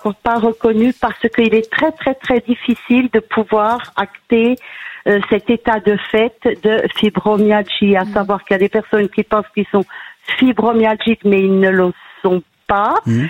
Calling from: Montbéliard, Bourgogne-Franche-Comté, France; J'habite à Montbéliard, exactement.

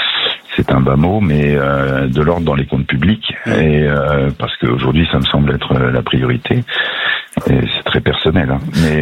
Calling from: Nouvelle-Aquitaine, France; Je suis en Gironde.

